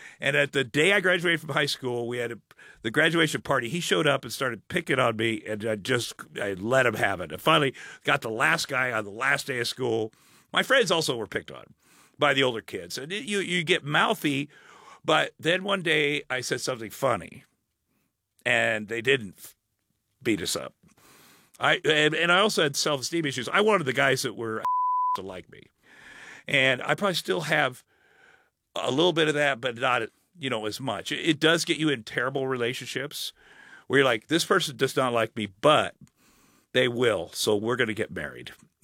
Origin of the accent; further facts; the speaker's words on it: Ottumwa, Iowa, United States; born or raised there; moved away as an adult; also born or lived in Minneapolis